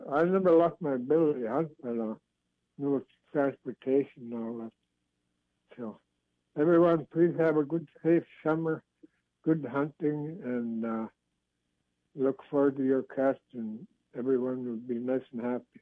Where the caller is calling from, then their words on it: Bethel, Alaska, United States; I'm from Bethel.